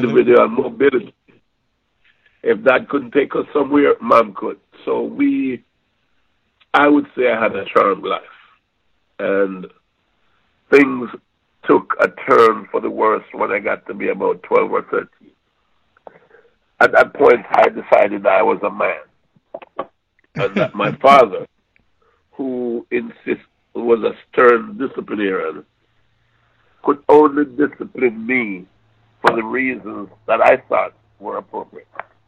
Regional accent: Clark's Town, Trelawny, Jamaica; I was born in Clarkstown, Trelawny, right in the middle of the sugar belt.

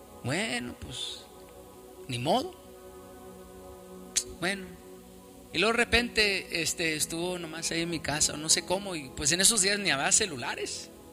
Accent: Chihuahua, Mexico; moved away; Ah, pues, Chihuahua

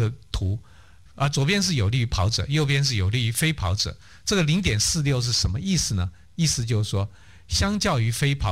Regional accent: Taiwan

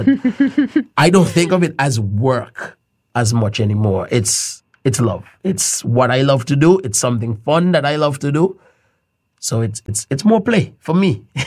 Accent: Montserrat; even though I wasn't born in Montserrat, I grew up in Montserrat to Montserrat and parents. So I have that humility within me to know that, okay, I'm from a very small place.

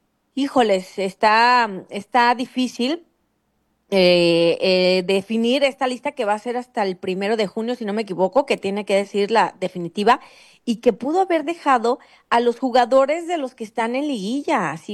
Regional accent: Jalisco, Mexico; claro que le voy a Chivas porque soy de Jalisco.

